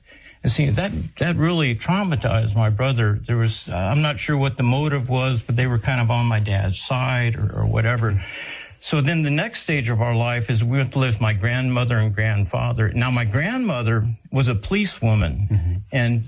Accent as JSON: {"language": "English", "town": "San Antonio", "region": "Texas", "country": "United States", "tie": "born there", "said": "Well, I was born in San Antonio, Texas, and the Lord blessed me with quite a bit of adversity"}